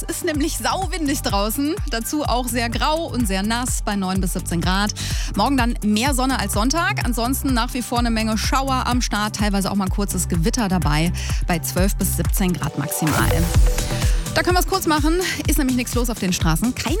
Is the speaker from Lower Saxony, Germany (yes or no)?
yes; Hanover, Lower Saxony, Germany; Damit ich in Zukunft einfach noch schneller in meine Heimat düsen kann.